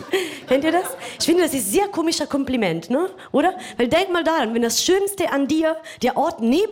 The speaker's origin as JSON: {"language": "German", "country": "Italy", "lives_now": "Munich, Germany"}